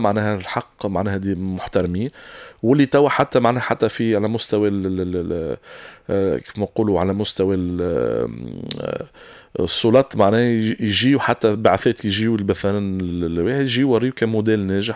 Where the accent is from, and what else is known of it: Tunisia